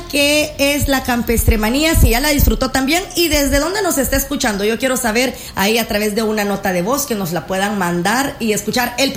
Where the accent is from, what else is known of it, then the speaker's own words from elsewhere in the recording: El Salvador; nos hizo sentir orgullosos como salvadoreños.